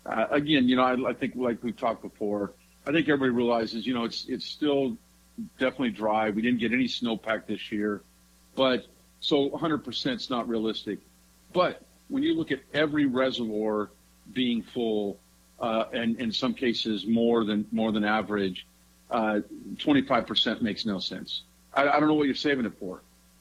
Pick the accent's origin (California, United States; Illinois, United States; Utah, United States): California, United States; Los Angeles; born there; I was actually born in Los Angeles.